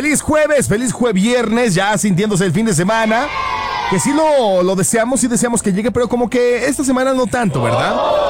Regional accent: Mexico; soy el más mexicano

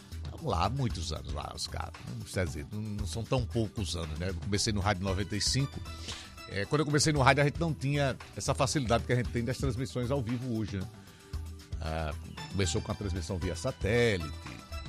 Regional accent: Maceió, Alagoas, Brazil; Eu sou apaixonado pela minha terra, né, pela cidade de Maceió, pelo estado de Alagoas.

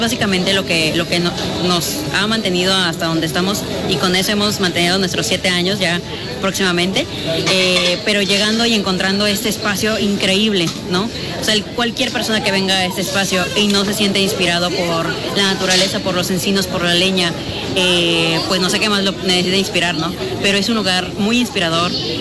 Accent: Tampico, Tamaulipas, Mexico; moved away as an adult; now in Ensenada, Mexico; Yo soy de Tampico, Tamaulipas. No soy ni de aquí ni de allá. Nací y crié en Tampico. Pero llegué a Ensenada a mis 20 años y ya llevo acá, pues me voy a quemar mi edad. Aproximadamente 11 años.

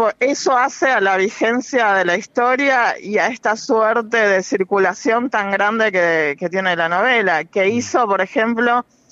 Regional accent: Argentina

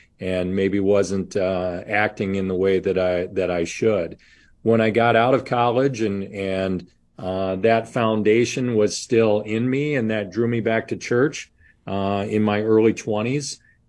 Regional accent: Midwest, United States; also born or lived in Ohio / Indiana / Iowa; I was born in Columbus, Ohio, and my father was a basketball coach. And as he was moving up the ranks of his career, we moved throughout the Midwest. So my early years were spent in Ohio, Indiana, and Iowa before moving up to Minnesota to go to college.

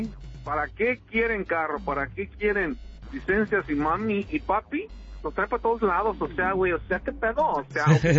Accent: Mexico; moved away

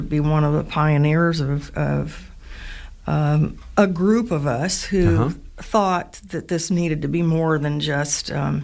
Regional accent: Washington, United States; moved away; also born or lived in Phoenix, Arizona; I actually grew up in Washington, north of here

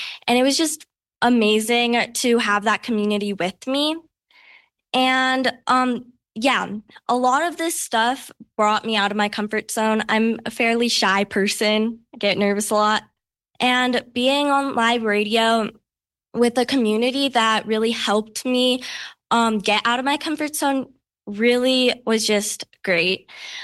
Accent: New Mexico, United States; I'm 14. My pronouns are she, her. I identify as Nuevo Mexicana, Chicana.

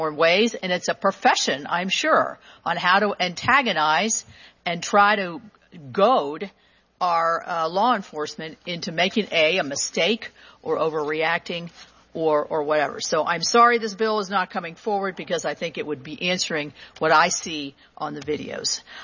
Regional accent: West Virginia, United States; in my home state of West Virginia, very close to here

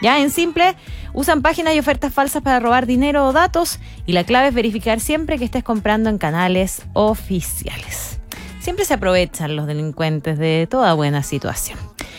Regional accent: Chile; Sí, porque somos futboleros los chilenos, pues.

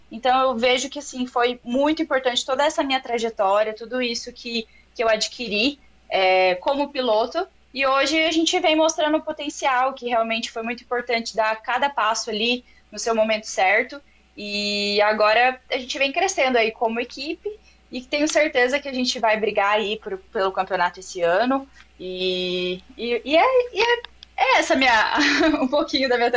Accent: Campo Mourão, Paraná, Brazil; Eu sou natural, do Paraná, de Campo Mourão

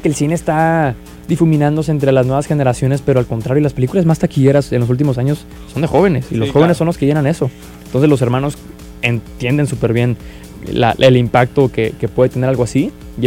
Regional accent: Monterrey, Nuevo León, Mexico; somos regios y le decimos tío a la persona que conocemos hace dos minutos

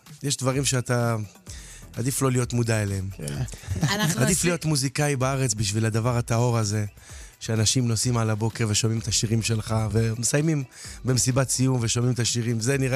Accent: Dimona, Southern District, Israel; moved away; גדלתי בדימונה. ואני עדיין דימונאי. אין על דימונה בעולם.

